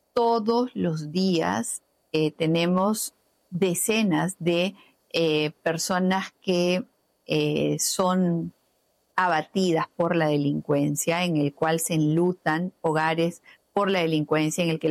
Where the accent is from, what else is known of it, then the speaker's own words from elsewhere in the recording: Peru; somos peruanos con DNI